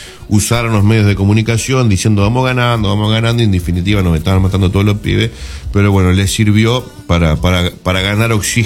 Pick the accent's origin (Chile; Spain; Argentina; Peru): Argentina